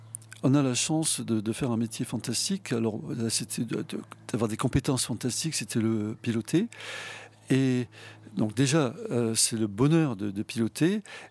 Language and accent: French; Toulouse, Occitanie, France; moved away; moi, je suis toulousain. Mes parents avaient construit une maison près du terrain de Montaudran.